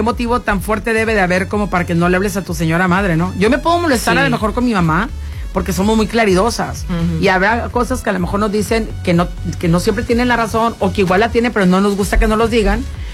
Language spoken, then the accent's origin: Spanish; Mexico; así somos los mexicanos